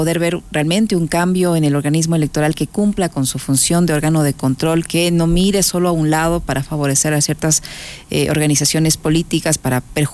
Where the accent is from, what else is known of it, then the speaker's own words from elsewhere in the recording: Ecuador; como buena ecuatoriana le sigo a la selección